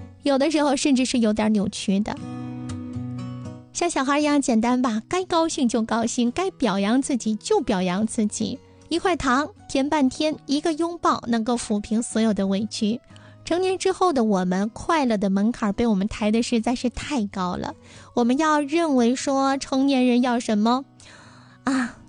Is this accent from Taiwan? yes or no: no; Northeast China, China; accent: Northeastern (Dongbei) dialect; 我们东北话